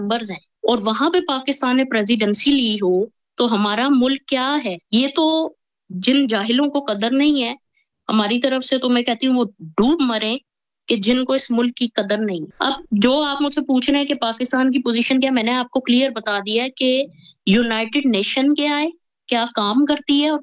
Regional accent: Pakistan; let me talk straight as a Pakistani.

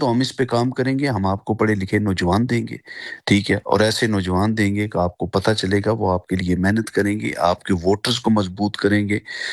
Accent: Rawalpindi, Punjab, Pakistan; میرا تعلق رائے صاحب پنڈی کا ہے

